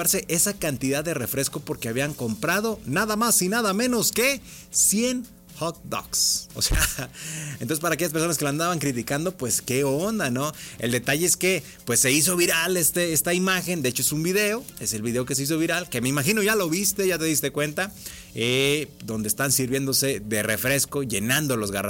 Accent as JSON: {"language": "Spanish", "country": "Mexico"}